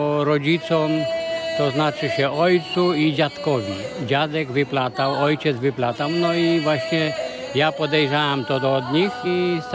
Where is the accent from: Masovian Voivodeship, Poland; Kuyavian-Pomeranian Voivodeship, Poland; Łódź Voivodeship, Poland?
Masovian Voivodeship, Poland; Lucimia; pochodzę z Lucimi, województwo mazowieckie.